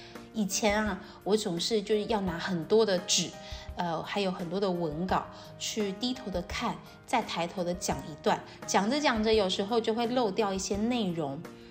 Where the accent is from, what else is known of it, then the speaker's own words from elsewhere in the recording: Taiwan; now in Hangzhou, China; Hello 大家好， … 来自宝岛台湾，现在杭州的